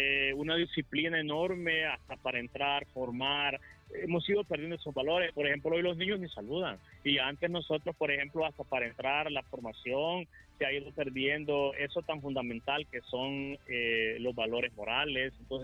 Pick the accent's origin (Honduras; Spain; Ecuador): Honduras; como buen hondureño y como buen ciudadano